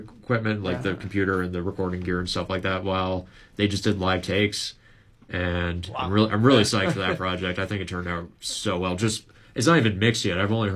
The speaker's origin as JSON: {"language": "English", "town": "Lakeville", "region": "Minnesota", "country": "United States", "tie": "born or raised there", "also_born_or_lived": "Mankato", "moved": "as an adult", "lives_now": "Winona, United States", "said": "yeah, we're all from Lakeville. God. Yeah, we all went to Lakeville North together, so Jake and I were in the same grade."}